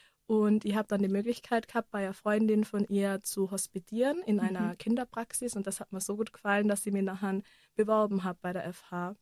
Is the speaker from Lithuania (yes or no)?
no; Innsbruck, Tyrol, Austria; ich komme aus Innsbruck